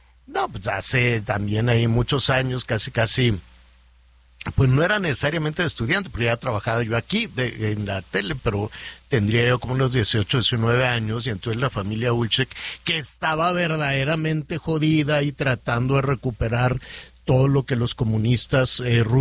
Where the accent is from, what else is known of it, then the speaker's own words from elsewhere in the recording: Mexico; somos los mexicanos